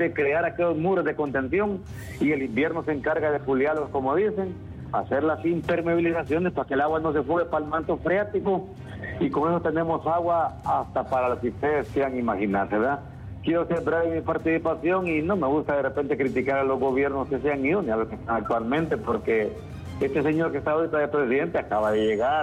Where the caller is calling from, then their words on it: Santa Rosa de Copán, Copán, Honduras; Santa Rosa de Copán.